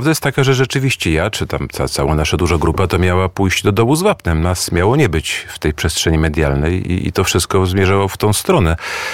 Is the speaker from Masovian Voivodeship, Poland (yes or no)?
yes; Warsaw, Masovian Voivodeship, Poland; born there; lubię Warszawę. Jestem stąd. Urodziłem się tutaj